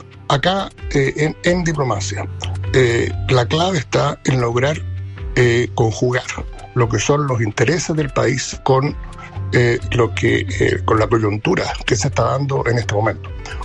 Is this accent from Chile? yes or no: yes; Chile